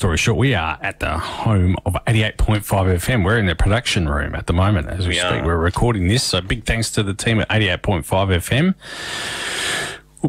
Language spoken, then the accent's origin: English; Australia; I am. You are. We are Australian. Perhaps.